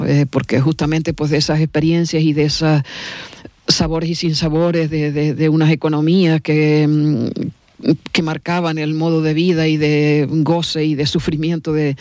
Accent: Canary Islands, Spain

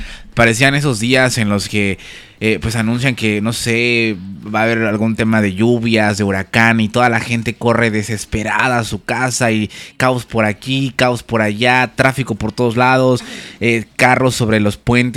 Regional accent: Mexico; la mayoría, si no un 90% de los mexicanos, ayer estábamos enfocados viendo este partido.

